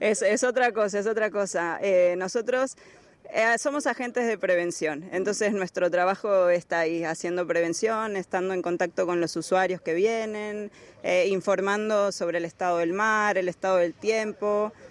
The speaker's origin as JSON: {"language": "Spanish", "country": "Argentina", "moved": "yes", "said": "Bueno, yo vengo de Argentina con una formación de un año y la experiencia también."}